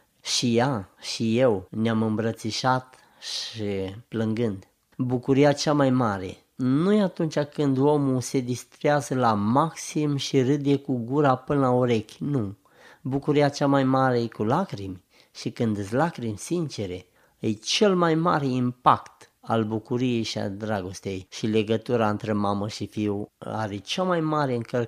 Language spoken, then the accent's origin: Romanian; Forosig, Bihor County, Romania; Mama mea era în Forosig, unde m-am născut, iar eu eram în oraș, în Oradea.